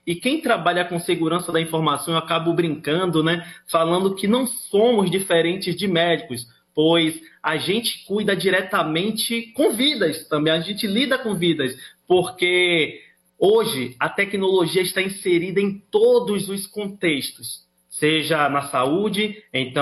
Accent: Salvador, Bahia, Brazil; Não, eu sou de Salvador

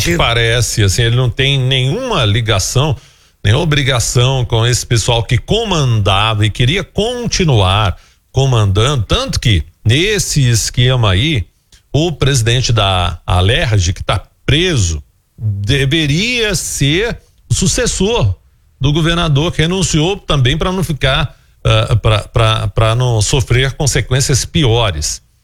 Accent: Goiás, Brazil; eu já sou goianiense, nasci em Goiânia.

